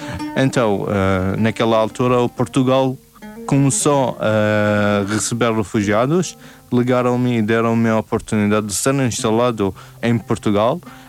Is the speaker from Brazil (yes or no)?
no; Iraq; moved away; Começo o meu processo no Iraque. Eu saí do Iraque por causa das duas situações que aconteceram na minha vida e na vida da minha família.